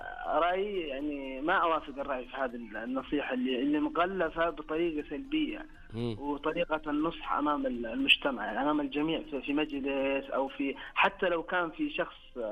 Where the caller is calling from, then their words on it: Al Qunfudhah, Makkah Province, Saudi Arabia; من مدينة القنفذ.